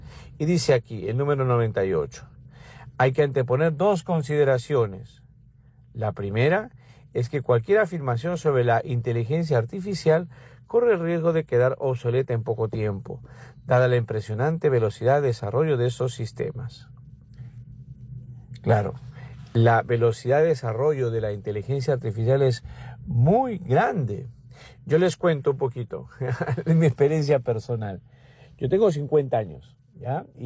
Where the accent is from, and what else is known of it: Peru